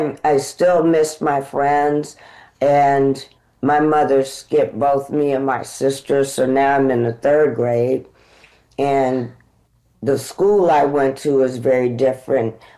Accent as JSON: {"language": "English", "town": "Atlanta", "region": "Georgia", "country": "United States", "tie": "born there", "also_born_or_lived": "Boston, Massachusetts / Port Chester, New York / New York", "moved": "yes", "said": "I was raised in Atlanta and grew up in New York because I was actually born in Boston, and then we moved to Port Chester, New York, which is, you know, near Mount Vernon and White Plains. And when I was seven, going into the second grade, we moved to Atlanta."}